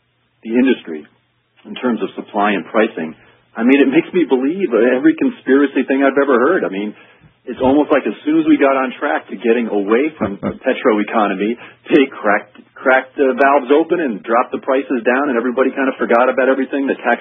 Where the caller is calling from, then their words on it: South Bend, Indiana, United States; I'm calling from South Bend, Indiana. I listen to you on 890.